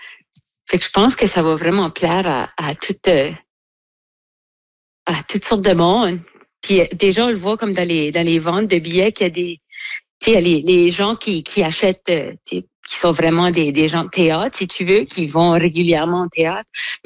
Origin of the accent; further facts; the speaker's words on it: Dieppe, New Brunswick, Canada; now in Shediac, Canada; moi j'ai grandi à Dieppe, fait qu'on allait aux Frenchies à Moncton quand j'étais petite. Puis la star, j'habite à Shediac, il y a un Frenchies à Shediac.